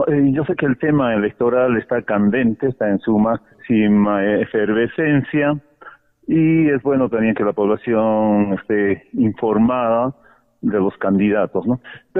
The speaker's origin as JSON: {"language": "Spanish", "region": "Apurímac", "country": "Peru", "first_language": "Quechua", "second_language": "Spanish", "said": "nuestra lengua materna, que es el quechua. Entonces, quedan invitados todas las instituciones educativas de aquí, de la localidad de Tambobamba"}